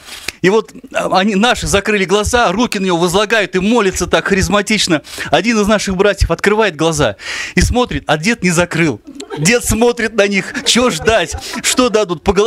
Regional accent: Penza, Penza Oblast, Russia; Я говорю, ну, из какой? Мы из Пензы приехали.

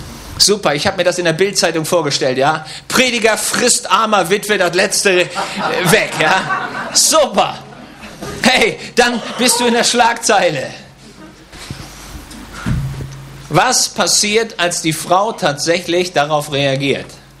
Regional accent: Germany; Also ich komme aus Deutschland

